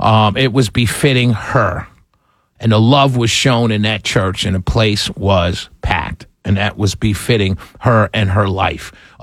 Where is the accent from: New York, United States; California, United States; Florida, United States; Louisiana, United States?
New York, United States; moved away; I grew up Presbyterian in Harlem, New York. And that's how kind of we are. But I moved to the South